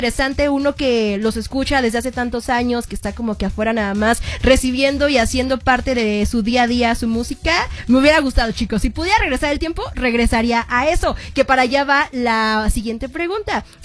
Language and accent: Spanish; Acapulco, Guerrero, Mexico; yo soy de Acapulco, Guerrero. Entonces, a ver, que muchas de las … nacieron en mis tierras, que son guerrerenses.